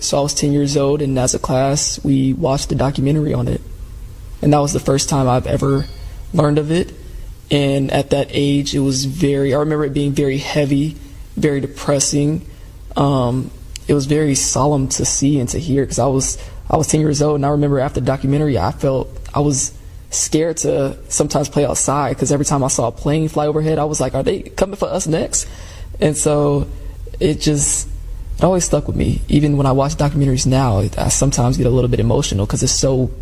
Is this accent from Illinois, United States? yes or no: yes; Chicago, Illinois, United States; Growing up in Chicago